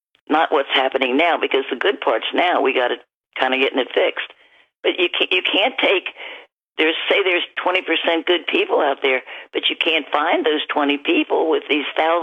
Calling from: Florida, United States; in Florida.

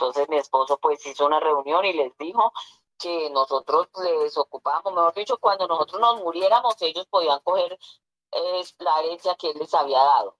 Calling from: Ciénega, Boyacá, Colombia; Lo llamo de Ciénaga, Boyacá

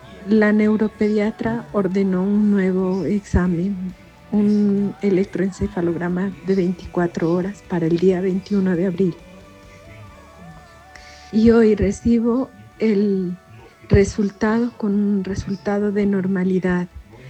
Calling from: Pasto, Nariño, Colombia; les hablo de la ciudad de Pasto.

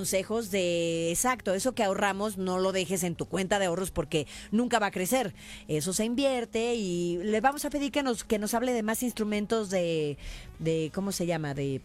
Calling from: Mexico City, Mexico; de Ciudad de México

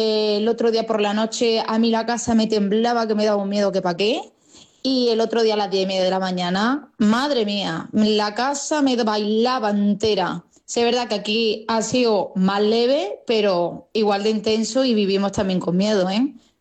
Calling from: Órgiva, Andalusia, Spain; soy de Órgiva, y aquí el terremoto también lo hemos sentido.

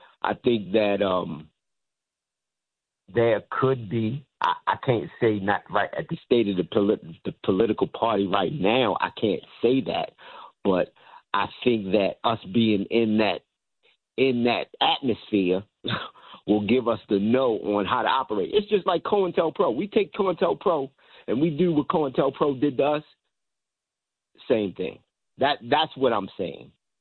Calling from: Baltimore, Maryland, United States; because I'm from Baltimore

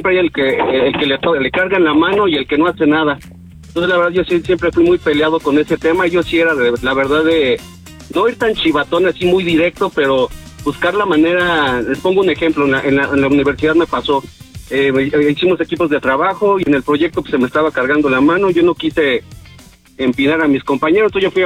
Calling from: Mexico City, Mexico; Y la Ciudad de México, en Benito Juárez.

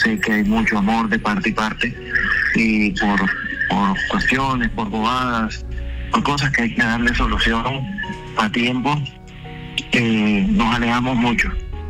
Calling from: Sincelejo, Sucre, Colombia; yo vivo en Sincelejo

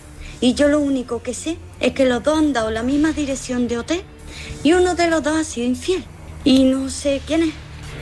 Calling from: Barcelona, Catalonia, Spain; yo vivo en Barcelona

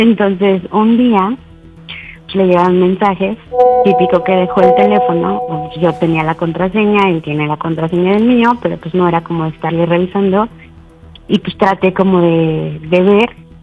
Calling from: Cuernavaca, Morelos, Mexico; Tengo 38 años y soy de Cuernavaca.

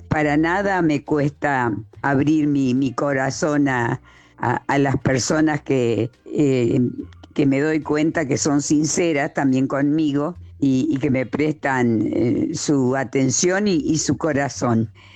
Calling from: Rosario, Santa Fe, Argentina; Hola, Luisa y amigos del Te Escucho. … de Rosario.

